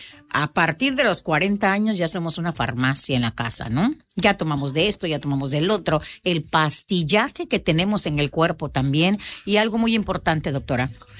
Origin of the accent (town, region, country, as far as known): Mexico